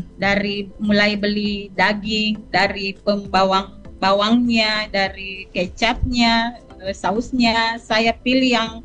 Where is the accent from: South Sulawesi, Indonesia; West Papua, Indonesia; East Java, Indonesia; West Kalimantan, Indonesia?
South Sulawesi, Indonesia; Sinjai; now in Kendari, Indonesia; Saya asli Sinjai.